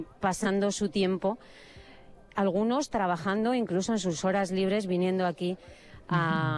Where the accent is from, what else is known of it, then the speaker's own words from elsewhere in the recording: Community of Madrid, Spain; Pues esto es Madrid, esto es Madrid, Albert, y así somos los madrileños, ¿no? Solidarios.